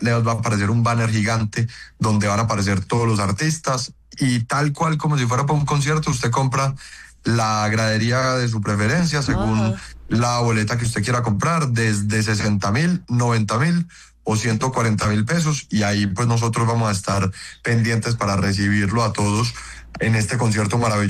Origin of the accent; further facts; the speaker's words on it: Antioquia, Colombia; nosotros como antioqueños y todos como colombianos